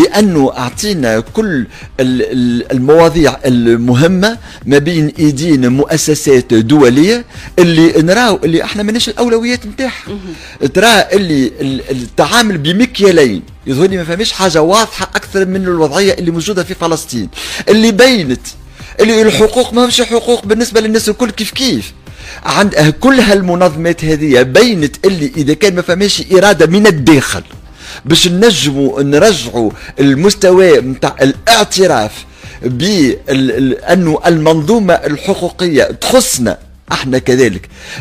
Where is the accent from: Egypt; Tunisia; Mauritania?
Tunisia; احنا كذلك الوعي نتاعنا مرتفع في تونس